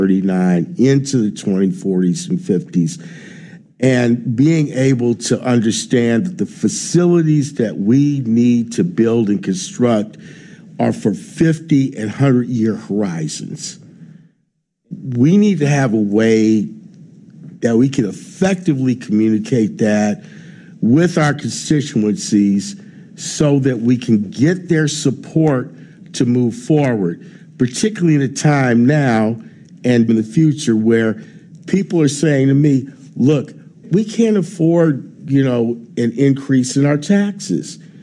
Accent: Ohio, United States; moved away; When I was growing up in Ohio in the 70s and in the early 80s

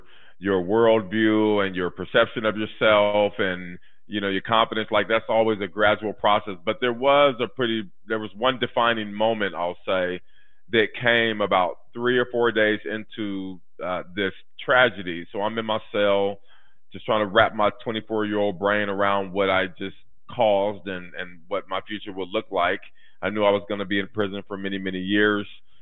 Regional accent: Portland, Oregon, United States; I had a pretty normal childhood growing up in Northeast Portland in the 80s

